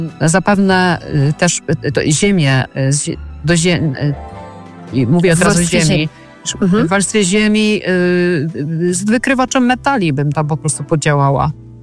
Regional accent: Częstochowa, Silesian Voivodeship, Poland; also born or lived in Katowice; bo ja mieszkałam, studiowałam w Katowicach, pochodzę z Częstochowy

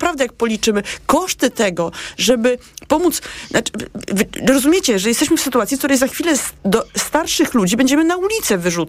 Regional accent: Ukraine; Polish is a second language; z 14 mnie wywalili, bo jestem Ukrainką.

